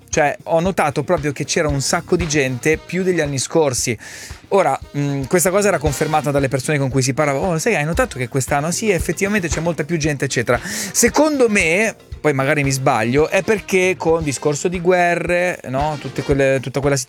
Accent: Pescara, Abruzzo, Italy; Cioè, io sono di Pescara, in generale la riviera adriatica secondo me è un posto bello perché hai bambini.

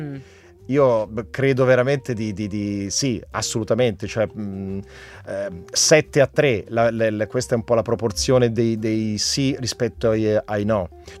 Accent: Lombardy, Italy; mettici che sono anche bergamasco e quindi hai fatto, cioè, il pacchetto è proprio è tosto

